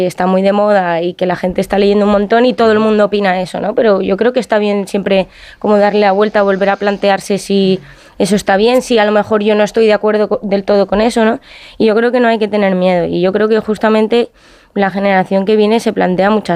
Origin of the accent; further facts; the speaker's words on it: Madrid, Community of Madrid, Spain; yo también que soy de Madrid